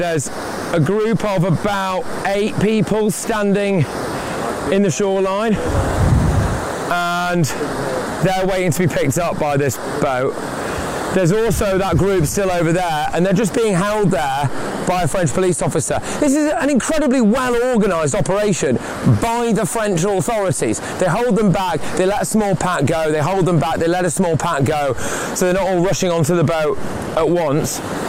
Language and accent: English; United Kingdom; We are British journalists operating in an allied country, and they want to get rid of us.